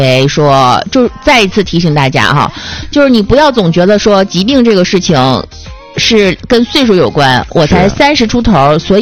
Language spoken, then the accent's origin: Chinese; Northeast China, China